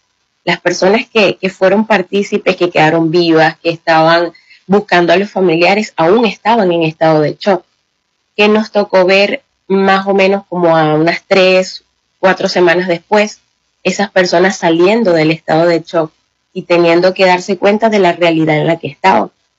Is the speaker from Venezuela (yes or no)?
yes; Barquisimeto, Lara, Venezuela; como soy de Barquisimeto